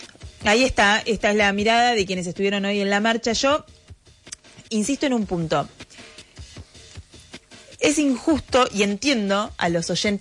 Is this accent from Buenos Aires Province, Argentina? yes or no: yes; La Dulce, Buenos Aires Province, Argentina; una persona que está en La Dulce, como en mi pueblo